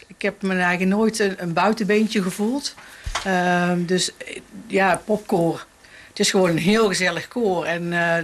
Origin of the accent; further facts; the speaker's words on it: Haren, Groningen, Netherlands; En ik kom uit Haren, dus ik kom niet uit Goorlen.